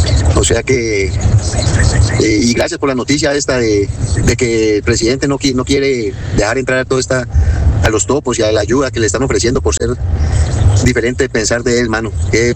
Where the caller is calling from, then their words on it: Cali, Valle del Cauca, Colombia; Yo soy de Cali